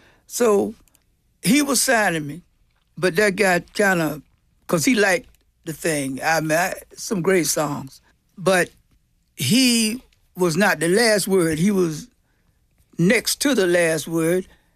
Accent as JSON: {"language": "English", "town": "Portsmouth", "region": "Virginia", "country": "United States", "tie": "born or raised there", "moved": "yes", "said": "I was raised on country music. That's all. I'm from Virginia, Portsmouth, Virginia."}